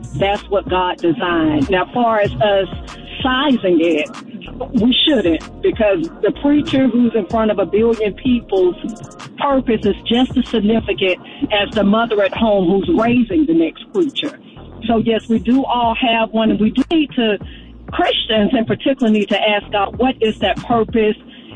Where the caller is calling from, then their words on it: Atlanta, Georgia, United States; I'm calling from Atlanta, Georgia.